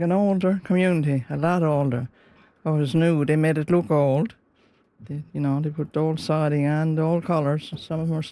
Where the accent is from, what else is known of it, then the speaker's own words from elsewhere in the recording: Brigus, Newfoundland and Labrador, Canada; now in Cape Royal, Canada; I grew up right here in Brickus, just in here behind the center, the fishing stage there.